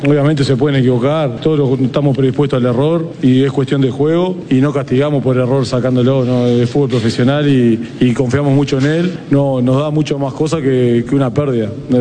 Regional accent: Uruguay; somos uruguayos

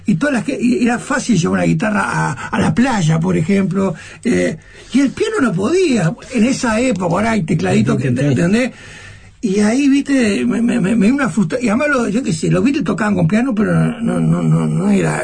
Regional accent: Montevideo, Uruguay; Yo soy de Pocitos. Yo digo que soy de Pocitos, me gusta hacerme el camba, ¿viste? Pero me la soy de la Mondiola

